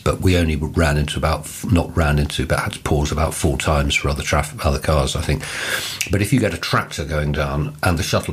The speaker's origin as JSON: {"language": "English", "region": "London", "country": "United Kingdom", "moved": "as an adult", "lives_now": "Hungerford area, United Kingdom", "said": "I'm a Londoner by trade"}